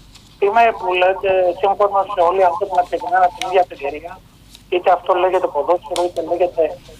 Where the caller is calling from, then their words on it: Aigaleo, Attica, Greece; από το Εγάλαιο.